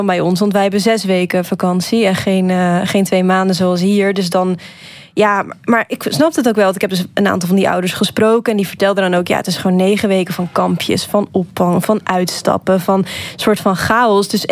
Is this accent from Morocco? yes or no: no; Netherlands